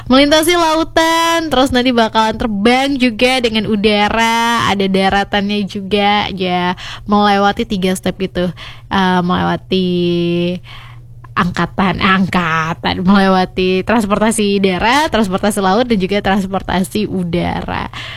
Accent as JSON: {"language": "Indonesian", "region": "Sumatra", "country": "Indonesia", "tie": "born there", "also_born_or_lived": "Palembang / Pekanbaru", "moved": "as an adult", "lives_now": "Tanjung Pinang, Indonesia", "said": "yang harus terbang lagi buat nyampe ke kampung aku, karena aku di Sumatera juga kan"}